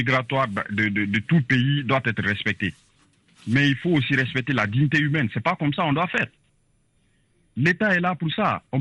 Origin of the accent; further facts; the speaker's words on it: Guinea; Et moi, ça me fait très mal au cœur en tant que Guinéen